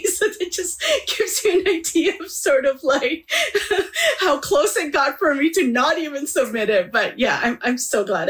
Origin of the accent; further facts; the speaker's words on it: Manitoba, Canada; And so growing up in Manitoba, those landscapes became ver